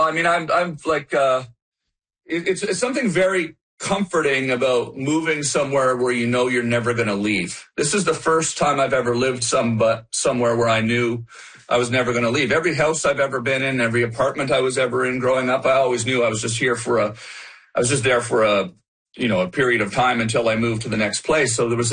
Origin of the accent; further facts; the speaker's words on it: Ottawa, Ontario, Canada; moved away as an adult; also born or lived in Los Angeles; I can't believe I live in Los Angeles. I'm Canadian. I'm from Ottawa.